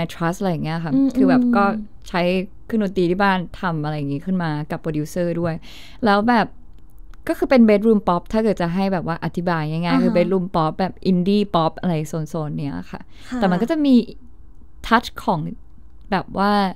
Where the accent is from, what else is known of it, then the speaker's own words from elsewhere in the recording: Southern Thailand, Thailand; คนไทยค่ะคนไทยเป็นคนใต้ด้วยค่ะ